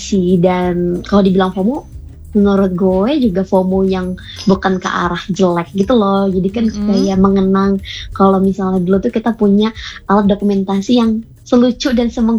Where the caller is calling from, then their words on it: Lampung, Indonesia; aku asli orang Lampung. Balang.